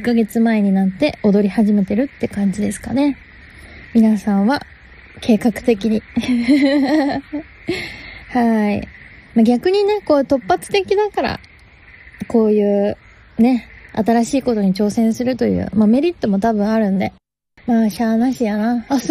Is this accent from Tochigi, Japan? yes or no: yes; Sano, Tochigi, Japan; 4月5日 栃木県佐野市、地元の栃木県でやりましたお花火ライブの様子をここからお聞きください